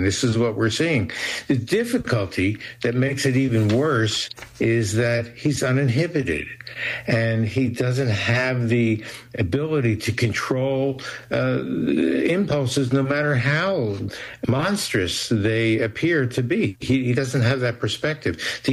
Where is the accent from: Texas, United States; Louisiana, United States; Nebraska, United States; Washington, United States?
Nebraska, United States; not that I, you know, I'm from Nebraska